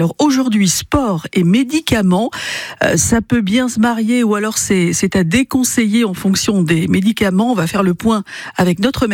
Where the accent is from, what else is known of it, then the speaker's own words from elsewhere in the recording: Normandy, France; Chez nous, en Normandie, au château de Miroménil, à Tourville-sur-Arc, on n'est pas très loin de Dieppe.